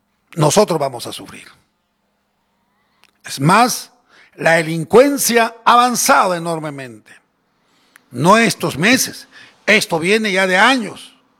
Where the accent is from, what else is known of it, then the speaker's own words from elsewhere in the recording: Mirave, Tacna, Peru; born there; nuestro distrito, la tierra, el distrito que me vio nacer.